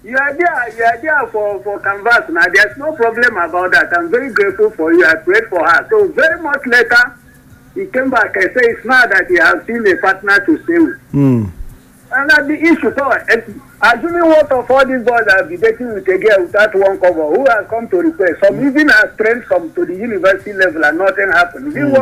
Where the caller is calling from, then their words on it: Douala, Littoral, Cameroon; from Douala.